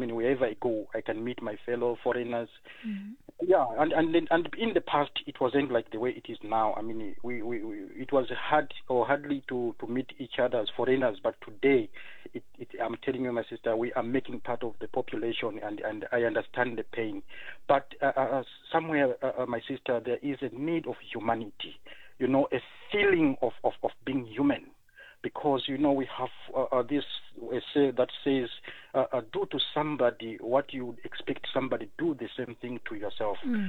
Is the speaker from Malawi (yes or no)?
yes; Malawi; English is a second language; Myself, I'm from Malawi. I should tell you that.